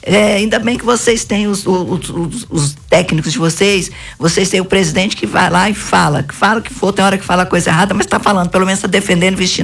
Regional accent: São Miguel do Araguaia, Goiás, Brazil; born there; Sou nascida em São Miguel do Araguaia.

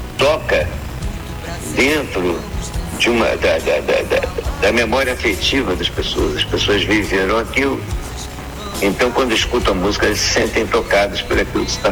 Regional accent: Niterói, Rio de Janeiro, Brazil; Sou de Niterói.

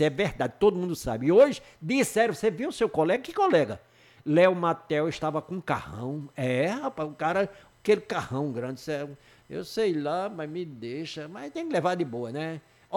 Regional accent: Brazil; eu sou brasileiro

